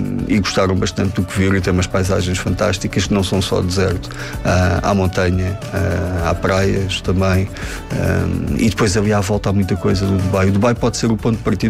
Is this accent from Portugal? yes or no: yes; Portugal; Eu tenho 51 anos, eu venho de Portugal